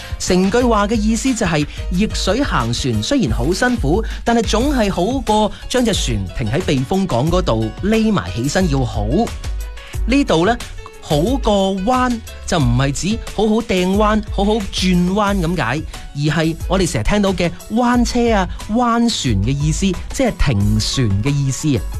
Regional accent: Guangdong, China; 我哋广东人好务实、好拼搏嘅精神啊！

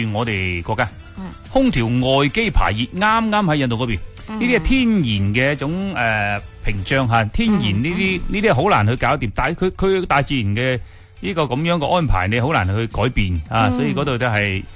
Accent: Guangdong, China; 我哋广东人

